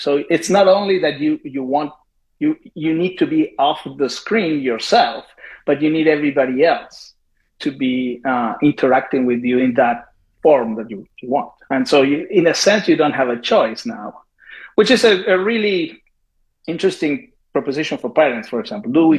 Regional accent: Argentina; As I said, I'm from Argentina, and not too long ago, Argentina legalized abortion, and that was the talk.

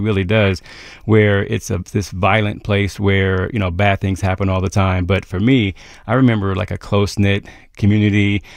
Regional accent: Columbus, Ohio, United States; I'm from Columbus's East Side. I guess they call it now the King Lincoln District, or Bronzeville, as it was called back in the day.

